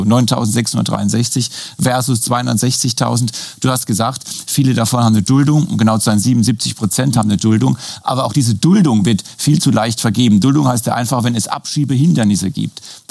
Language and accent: German; Syria; jetzt gehe ich zurück in meine Heimat, helft die aufzubauen und meine Heimat ist Syrien.